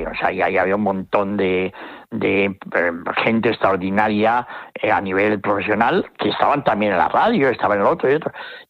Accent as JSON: {"language": "Spanish", "town": "Vitoria-Gasteiz", "region": "Basque Country", "country": "Spain", "said": "Y entonces, bueno, pues yo soy de Vitoria"}